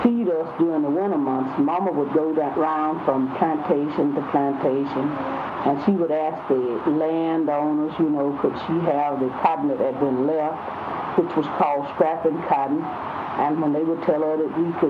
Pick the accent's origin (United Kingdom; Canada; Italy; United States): United States; born there; I was born 1917 in Montgomery County, October 6th.